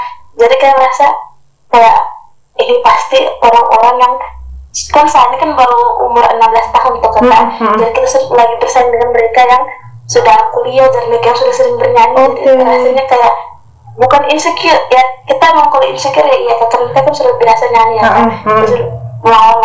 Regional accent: East Nusa Tenggara, Indonesia; Karena kalau saya menyanyikan … ini kan lagunya dari NTT nih, sedangkan saya dari NTT.

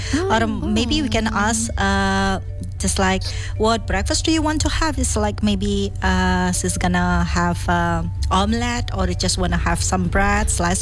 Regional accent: Indonesia; English is a second language; You know that we are Indonesian and completely we love Indonesia a lot.

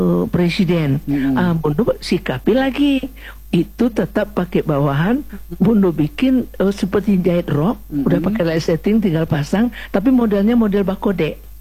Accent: West Sumatra, Indonesia; Kalau kita Minang enggak pakai batik di bawah. Pakai kain gitu dia.

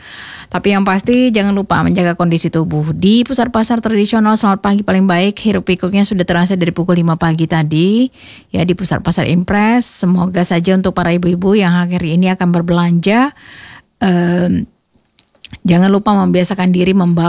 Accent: Lhokseumawe, Aceh, Indonesia; kita sebagai warga Kota Loksmawe

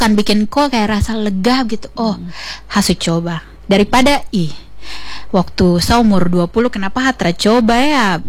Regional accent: Papua, Indonesia; saya memutuskan untuk kembali ke Papua begitu.

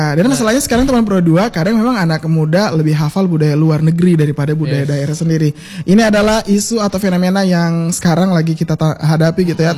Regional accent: Central Sulawesi, Indonesia; Ada berapa orang kita orang Kaili di sini, tapi itu udah beda-beda Kaili lagi tuh.

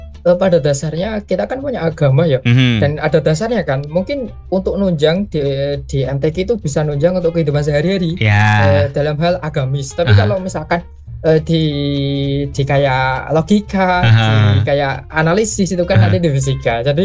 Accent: Java, Indonesia; aku asli Jawa beneran.

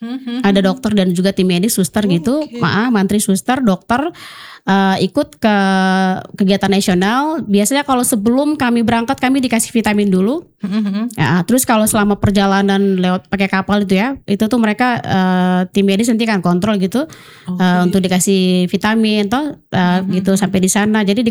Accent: Papua, Indonesia; Memang dari cara ngomongnya gitu mereka kira saya bukan orang Papua.

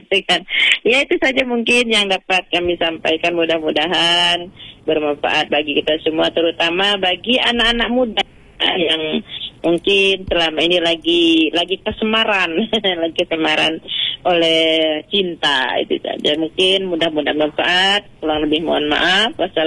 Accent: Muara Bulian, Jambi, Indonesia; now in Jambi, Indonesia; Saya dulu juga dari Bulian, sekarang di Jambi.

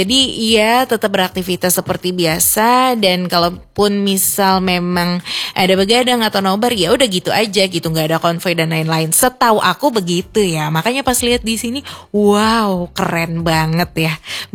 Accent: Jakarta, Indonesia; moved away as an adult; now in Manado, Indonesia; aku perantau nih dari Jakarta. Terus habis itu ke Manado gitu

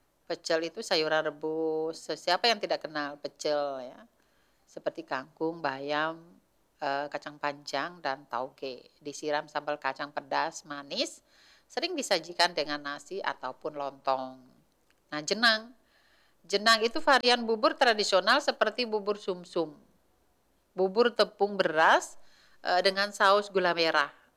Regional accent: Sulawesi, Indonesia; mungkin asing bagi kita orang Sulawesi makannya mulut sapi ya.

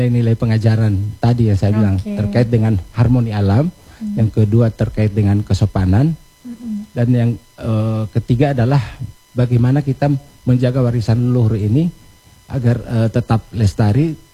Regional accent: Gorontalo, Indonesia; kita orang Gorontalo memiliki begitu beragam tradisi budaya

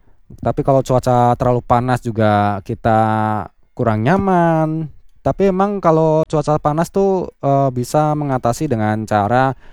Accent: Central Java, Indonesia; Soalnya dari kecil udah biasa di tempat dingin. Kampung saya dekat Gunung Slamet, udara dingin.

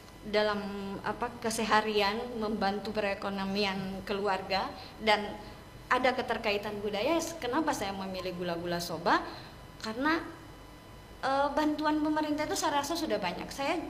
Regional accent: Gorontalo, Indonesia; Contoh kita sendiri orang Gorontalo rasanya ya banyak anak-anak yang malu berbahasa Gorontalo.

